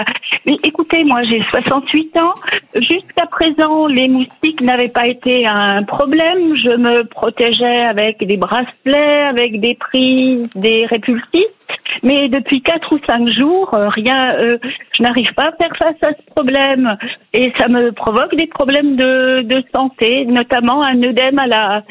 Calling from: Île-de-France, France; j'habite en région parisienne, j'habite dans les Yvelines.

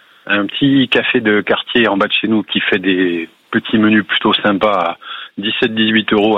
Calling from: Bourgogne-Franche-Comté, France; Alors je vous appelle de Besançon, mais j'habite à côté de Dijon.

